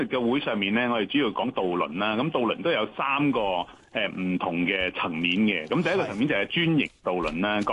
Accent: Hong Kong; 我们香港人

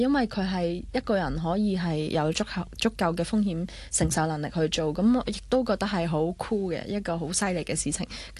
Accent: China; 咁所以慢慢，我覺得我越嚟越回歸我哋中國人嘅傳統嘅呢啲哲學觀念啦

